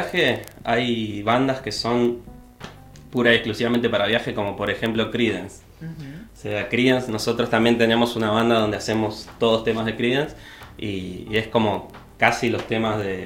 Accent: Cipolletti, Río Negro, Argentina; moved away as an adult; also born or lived in Córdoba; realmente viví muy poca parte de mi vida en Córdoba. Yo estuve todo lo que es primario, secundario y demás en Río Negro, en Cipolletti, y después estuve un año en Córdoba y después me vine para acá. Entonces realmente no he pasado demasiado tiempo viviendo ya en Córdoba.

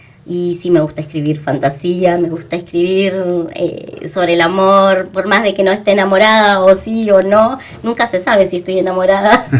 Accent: Corrientes, Argentina; moved away; lejos de mi ciudad, porque soy correntina, he llegado acá

